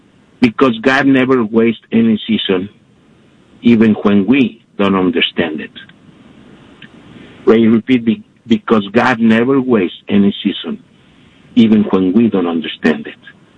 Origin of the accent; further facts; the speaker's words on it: Monterrey, Nuevo León, Mexico; born there; English is a second language; I was born in Monterrey, Nuevo León, Mexico. And even I thought I was born in a specific place.